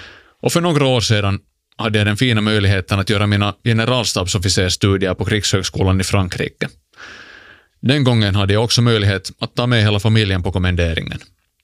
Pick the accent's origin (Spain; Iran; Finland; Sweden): Finland; hemma i Finland